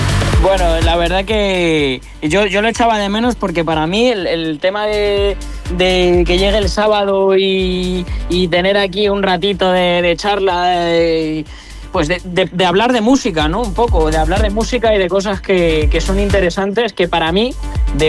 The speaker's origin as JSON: {"language": "Spanish", "town": "Talavera", "country": "Spain", "moved": "yes", "said": "estuve de vacaciones allí en Talavera, de donde soy yo"}